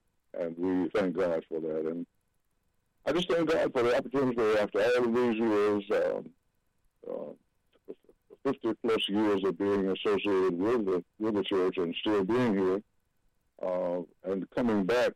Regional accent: Atlanta, Georgia, United States; now in Detroit, United States; Well, I was born in Atlanta, and then at age 9, my family moved to the city of Detroit and attended the schools here in Detroit at that early age, and then we moved back to Atlanta.

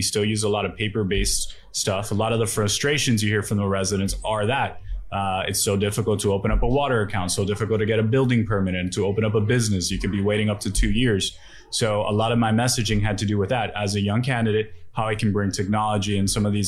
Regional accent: Hialeah, Florida, United States; Hialeah is a city where we have over 300,000 residents. So, you know, to be able, and it's my hometown, most importantly.

